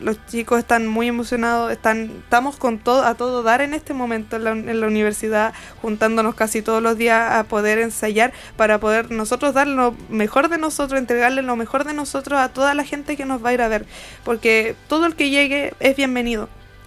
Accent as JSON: {"language": "Spanish", "town": "Calama", "region": "Antofagasta", "country": "Chile", "moved": "yes", "lives_now": "La Serena, Chile", "said": "No, yo soy de Calama."}